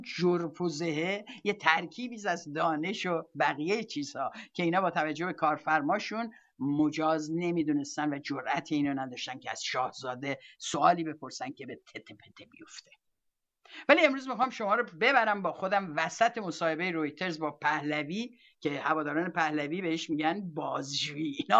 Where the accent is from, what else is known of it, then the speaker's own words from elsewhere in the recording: Iran; بالاخره ما ایرانی هستیم